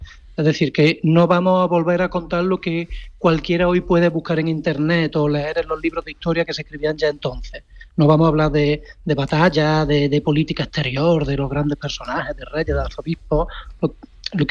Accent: Córdoba, Andalusia, Spain; como decimos en Córdoba.

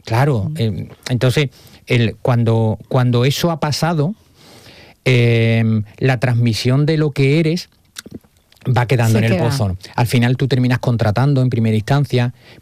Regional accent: Huelva, Andalusia, Spain; yo he hecho un recorrido personal, profesional, que yo salí de Huelva siendo pedraza, uh-huh. y ahora estoy volviendo a hacerlo.

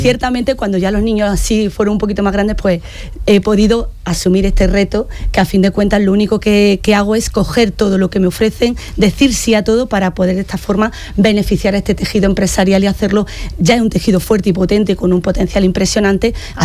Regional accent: Martos, Andalusia, Spain; a mí me tiraba a mi tierra

